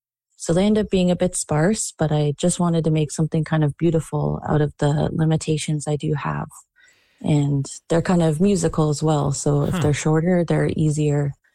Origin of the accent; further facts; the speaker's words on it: British Columbia, Canada; I grew up on Okanagan Indian Band, and I did some learning of in Sealishin like during kindergarten and a little bit growing up